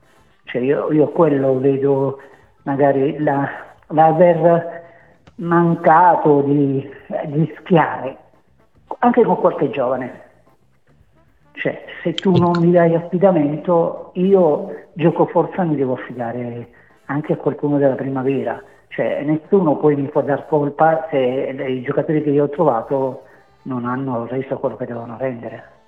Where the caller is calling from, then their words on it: Taranto, Apulia, Italy; Da Taranto